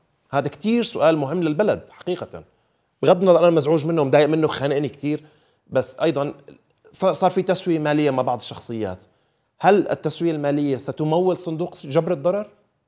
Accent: Syria; وحقيقة كسوريين عشنا بسوريا وبنعرف سوريا وحبسنا

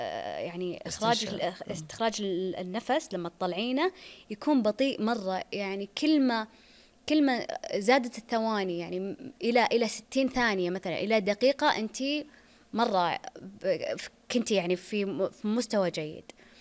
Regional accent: Saudi Arabia; هنا عندنا في السعودية.

